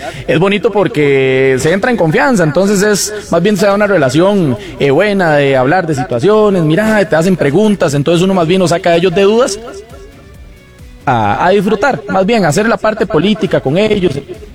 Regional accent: Costa Rica

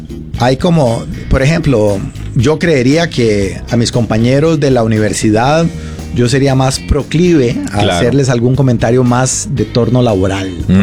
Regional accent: Costa Rica; Somos todos ticos, ¿verdad?

